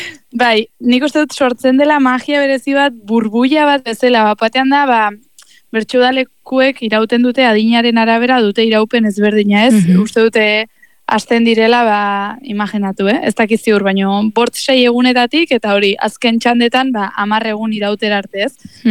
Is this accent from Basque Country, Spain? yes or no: no; Bera, Navarre, Spain; born there